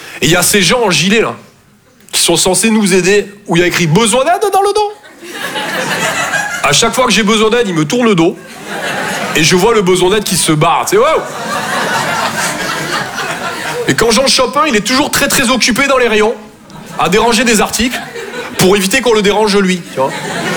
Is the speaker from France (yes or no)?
yes; Toulouse, Occitanie, France; Je viens de Toulouse, à la base. Ouais, ça s'entend un peu, ouais. Bah, mon accent, c'est vraiment comme mon sexe.